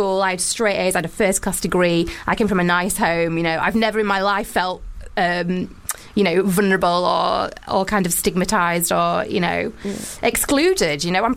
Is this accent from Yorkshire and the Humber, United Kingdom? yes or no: yes; Wakefield, Yorkshire and the Humber, United Kingdom; Yeah, I've always been gobby. Yeah. And I'm from Yorkshire, for God's sake.